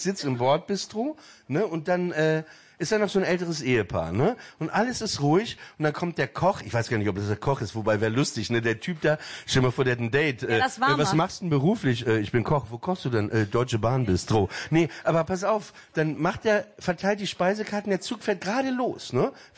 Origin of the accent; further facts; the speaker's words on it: Germany; Da habe ich gesagt, okay, I'm half German, I'm half Russian and I'm Jewish.